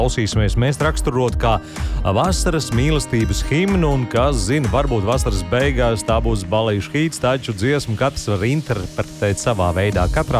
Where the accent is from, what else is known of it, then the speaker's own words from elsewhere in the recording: Limbaži, Limbaži Municipality, Latvia; Nu, ja pašs grupas sev raksturot, ar esam puikas no Limbažiem, kuriem patīk uzraut ballīti un reizēm uzdziedāt, arī par mīlestību.